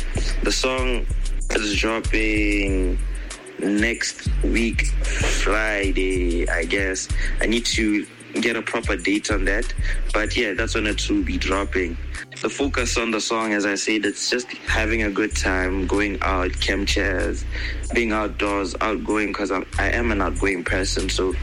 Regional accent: Botswana; I was born and raised in Botswana, but my parents are both Zimbabweans.

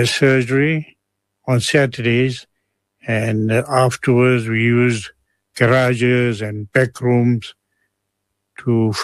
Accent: Johannesburg, Gauteng, South Africa; born there; I was born in Johannesburg, be more precise, Cliptown. And I grew up in a family of 12 children

